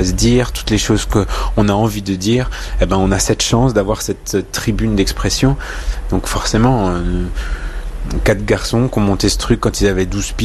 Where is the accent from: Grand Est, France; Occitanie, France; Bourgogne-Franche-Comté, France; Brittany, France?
Grand Est, France; Ouais, en Alsace.